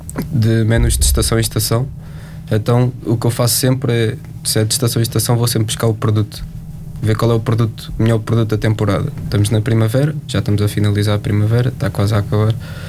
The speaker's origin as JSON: {"language": "Portuguese", "town": "Vila Franca de Xira", "region": "Lisbon", "country": "Portugal", "moved": "as an adult", "said": "sou da zona de Vila Franca, sou da Ribatejano. E pronto, fui para o Alentejo, era para ir para o Porto."}